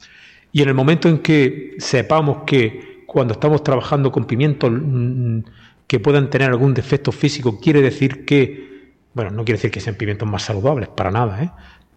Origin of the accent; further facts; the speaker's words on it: Adra, Andalusia, Spain; El otro día me acerco allí por mi pueblo, yo soy de Adra